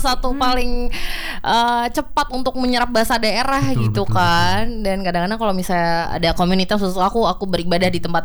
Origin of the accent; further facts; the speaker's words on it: Jakarta, Indonesia; mungkin karena aku di Jakarta, aku tuh gak dapet program bahasa daerah tuh.